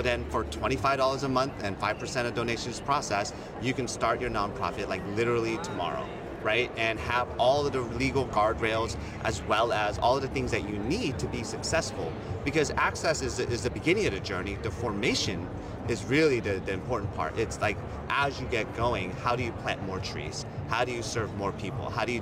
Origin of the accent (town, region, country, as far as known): California, United States; born or raised there; now in New York City, United States